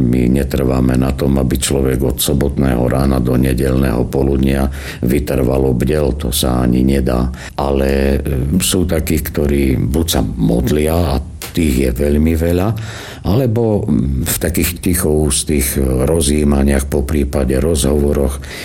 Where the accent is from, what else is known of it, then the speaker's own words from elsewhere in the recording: Jablonov, Prešov Region, Slovakia; lebo som vyrastal v Jablonova, v nedalekej farnosti.